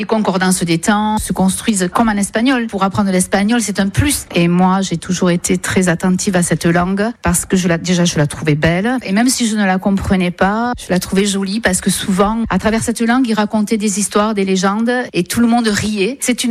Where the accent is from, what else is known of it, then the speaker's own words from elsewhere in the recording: Lannemezan, Occitanie, France; now in Saint-Martin-de-Seignanx, France; je vis à Saint-Martin-de-Seignanx. Je suis native des Hautes-Pyrénées, de l'Annemezan plus exactement.